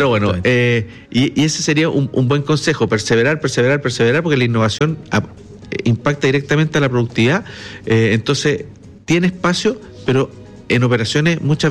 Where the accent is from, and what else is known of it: Chile